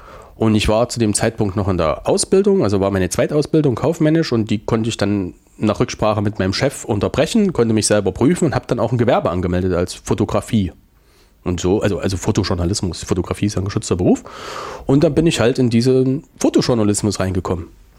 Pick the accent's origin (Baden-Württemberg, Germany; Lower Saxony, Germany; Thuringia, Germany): Thuringia, Germany; Weimar; Ich bin gebürtiger Weimarer, befasse mich ganz viel